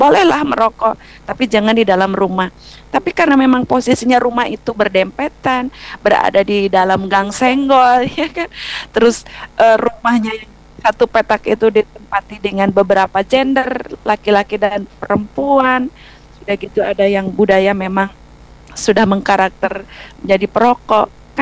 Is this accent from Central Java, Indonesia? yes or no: no; Ciamis, West Java, Indonesia; Ya, kemudian saya dari Ciamis itu adalah masyarakat balong. Jadi nunggadu lauk gitunya.